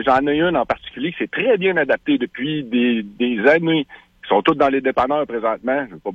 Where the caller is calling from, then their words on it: Quebec, Canada; Je suis au Québec ici